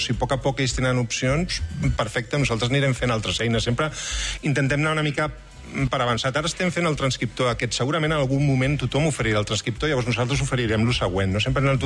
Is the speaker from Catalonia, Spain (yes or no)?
yes; Barcelona, Catalonia, Spain; Del Clot, ara visc al Guinardó.